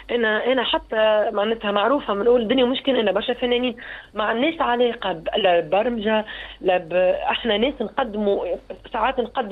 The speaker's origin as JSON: {"language": "Arabic", "country": "Tunisia"}